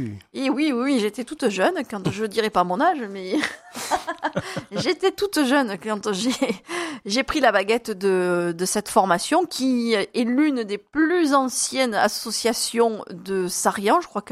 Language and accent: French; Caromb, Provence-Alpes-Côte d'Azur, France; Et en plus, c'est un ami qui habite Caron, puisque moi, je suis d'origine de Caron.